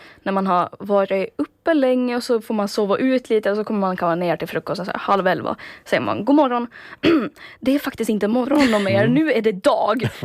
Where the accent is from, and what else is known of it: Jomala, Åland, Finland; born or raised there